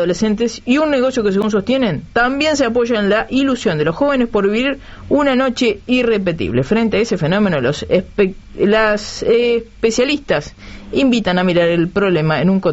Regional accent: Uruguay; Yo no, porque soy de Durán.

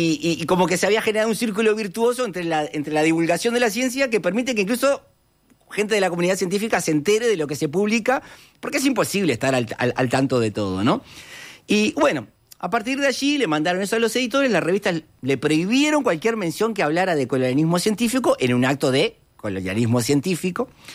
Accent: Uruguay

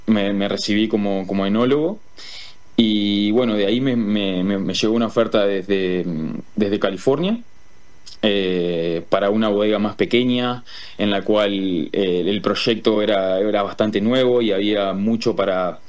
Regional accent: Colonia, Uruguay; moved away as an adult; also born or lived in New Zealand; now in Oregon, United States; Yo, cuando salí de Uruguay, no era enólogo.

